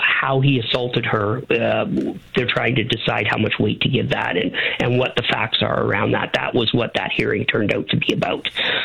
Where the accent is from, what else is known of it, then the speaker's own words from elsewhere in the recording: Pelham, Ontario, Canada; I grew up in Pelham